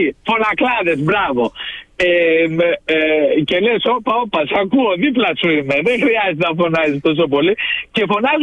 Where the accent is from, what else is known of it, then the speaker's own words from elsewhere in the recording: Greece; εγώ μεγάλωσα στην Ελλάδα στις δεκαετία του 70